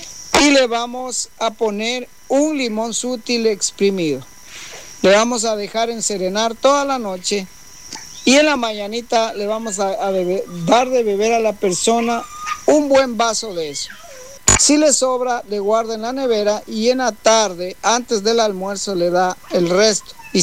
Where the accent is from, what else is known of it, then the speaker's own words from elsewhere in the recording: Shushufindi, Sucumbíos, Ecuador; soy de Chuchufindi, en el sector de General Farfán, una parroquia que ya esto es frontera con Colombia.